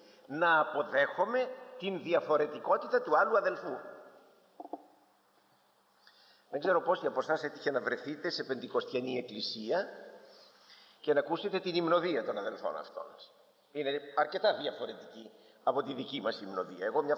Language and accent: Greek; Greece; σαν Έλληνες έχουμε την τάση